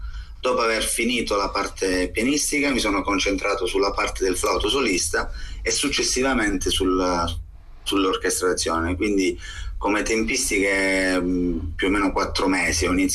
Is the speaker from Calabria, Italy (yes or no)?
yes; Calabria, Italy; essendo calabrese, io comunque qui in Calabria